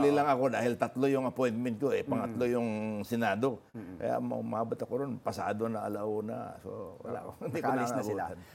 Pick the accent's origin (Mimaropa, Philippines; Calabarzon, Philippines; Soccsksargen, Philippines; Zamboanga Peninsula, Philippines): Soccsksargen, Philippines; born there; accent: Bisaya; also born or lived in Cebu; now in Palawan, Philippines; Originally, hindi talaga ako taga-Palawan. Pinanganak ako sa Northern Cotabato.